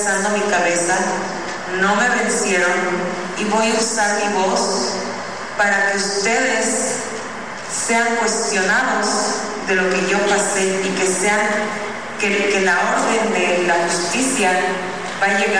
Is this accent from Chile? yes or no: no; Mexico; moved away; also born or lived in Cancún; soy mexicana